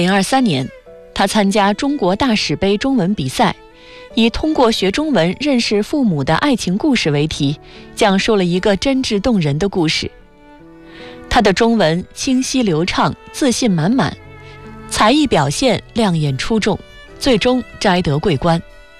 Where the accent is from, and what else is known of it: Nepal; Chinese is a second language